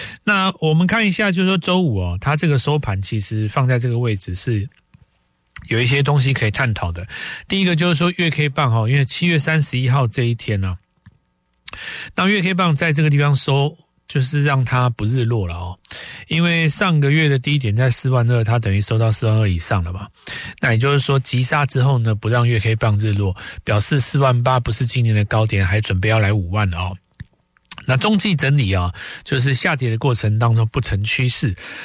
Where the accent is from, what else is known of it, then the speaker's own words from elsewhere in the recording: Taiwan; 那我们台湾这边的话，